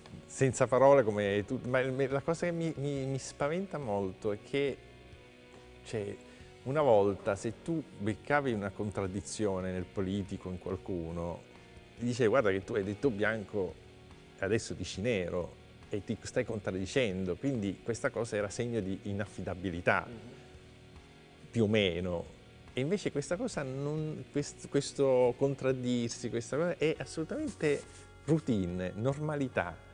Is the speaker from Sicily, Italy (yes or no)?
yes; Palermo, Sicily, Italy; Poi io vengo da Palermo e puoi immaginare quello che c'era